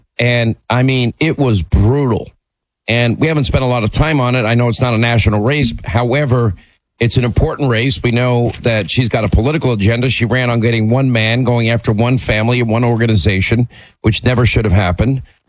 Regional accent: New York, United States; I was born and raised in New York, although I was kind of like a radio nomad for many, many years.

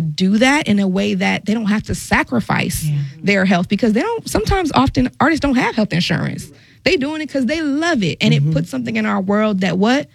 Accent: Tampa, Florida, United States; I'm from Tampa, so I call them grills.

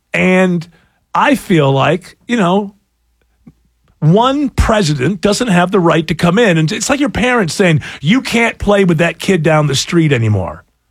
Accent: New York, United States; And I'm from Western New York

